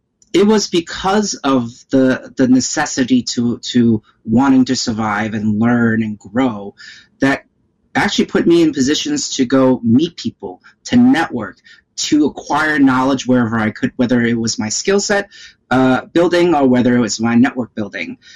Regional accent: New York, United States; I was born and raised in New York.

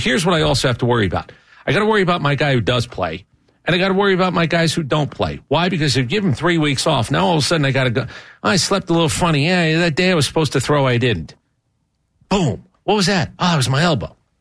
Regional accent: United States; As an American, it's my right to say this

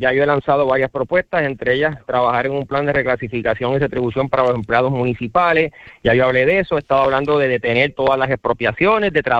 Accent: Cataño, Puerto Rico; lógicamente yo soy de Cataño, vivo allí me casé, allí estoy criando a mis hijos.

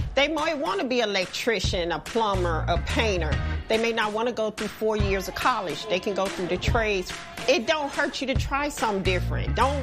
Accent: Chicago, Illinois, United States; I grew up in Englewood, south side of Chicago, and I saw so much disparity that I just want to be a change for our communities and our neighborhoods.

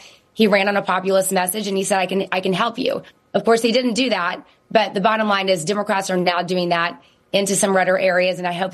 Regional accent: Arkansas, United States; There's actually my home state of Arkansas 2nd Congressional District.

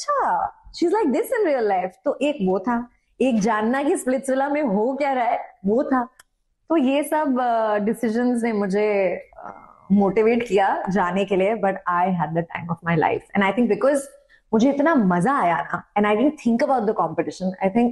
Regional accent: Delhi, India; मैं दिल्ली से हूँ

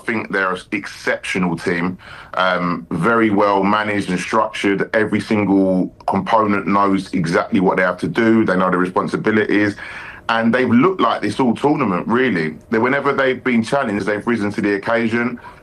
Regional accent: England, United Kingdom; I am English

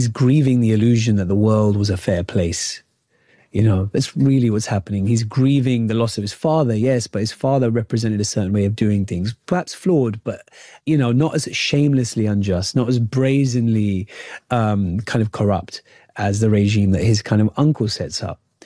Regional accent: United Kingdom; I found massive parallels with my own lived experience as a British Asian.

